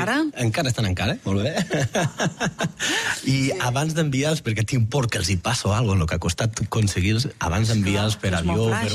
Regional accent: Batea, Catalonia, Spain; Jo de Batea, que som de secà, que no hi ha volcans

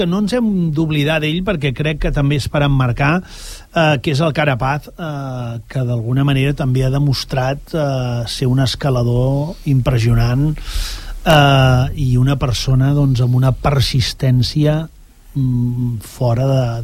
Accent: Catalonia, Spain; pels que vivim aquí, que som catalanes i catalans

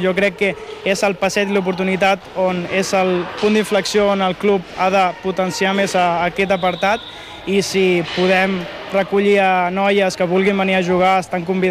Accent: Calafell, Catalonia, Spain; born there; Porto tota la meva vida al Club Patí Calafell, no he sortit mai d'aquí.

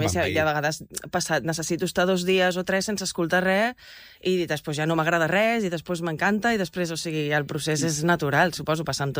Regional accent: Premià de Mar, Catalonia, Spain; born there; jo formada des de petita aquí a l'Escola de Música d'aquí de Premià

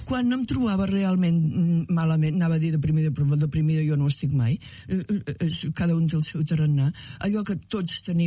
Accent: Calella, Catalonia, Spain; Mira, vaig néixer a Calella, vaig estudiar a Calella, em vaig enamorar a Calella. Vaig ser filla de dos artistes de Calella.

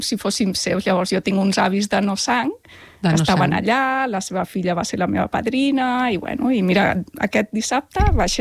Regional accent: Amposta, Catalonia, Spain; Jo vaig néixer a Amposta, en poblet del Delta de l'Ebre, que no tenim família allà, però bueno, els meus pares van anar allà buscant-se la vida, com molta gent, i allà ens van acollir superbé. I bueno, vaig tenir una infantesa doncs a un poble petit

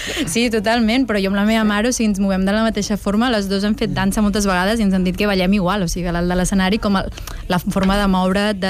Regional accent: Reus, Catalonia, Spain; normalment jo dic soc de Reus i la gent em pregunta, no, realment d'on ets, d'on, sí, vens?

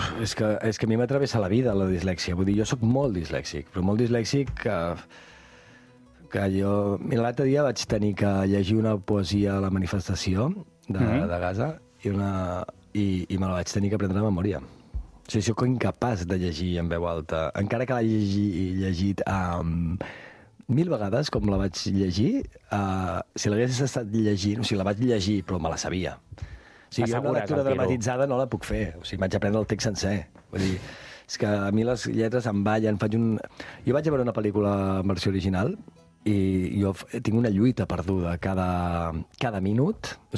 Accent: Verges, Catalonia, Spain; born or raised there

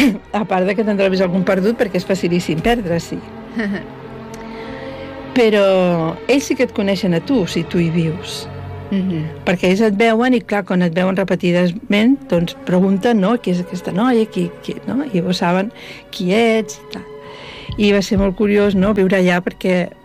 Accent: Catalonia, Spain; now in Valencia, Spain; no, no, soc catalana

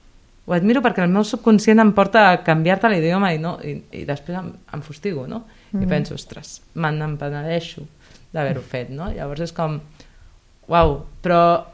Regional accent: Catalonia, Spain; aquesta identitat com a català

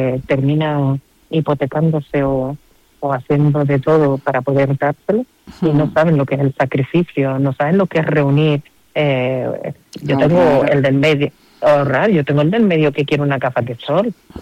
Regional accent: Canary Islands, Spain; Y yo, como buena canaria

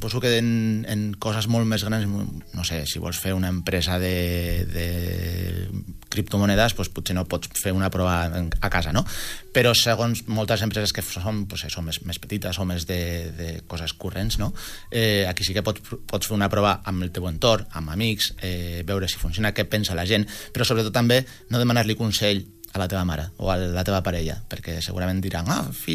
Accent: La Rioja, Spain; Catalan is a second language; moved away as an adult; now in Barcelona, Spain; Vinc de la Rioja, soc d'un poble de la Rioja. Vaig venir aquí a Barcelona per estudiar. Jo tenia clar que volia venir a Barcelona.

